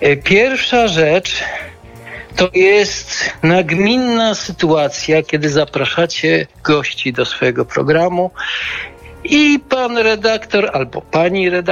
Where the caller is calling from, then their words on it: Lesser Poland, Poland; Stały słuchacz z Małopolski.